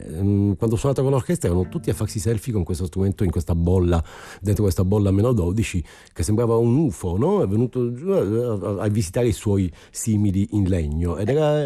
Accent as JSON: {"language": "Italian", "region": "Sicily", "country": "Italy", "tie": "born there", "said": "Poi io sono siciliano, li ho respirati fin da bambino i canti popolari di qualsiasi estrazione"}